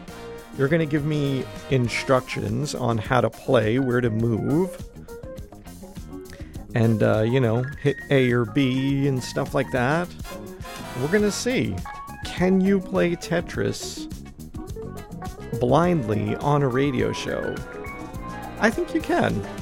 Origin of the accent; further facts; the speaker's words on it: Staten Island, New York, United States; we used to have this public access show when I was growing up on Staten Island